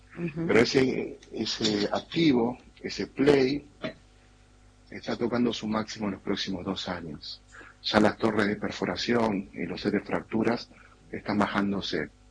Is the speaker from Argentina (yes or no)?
yes; Argentina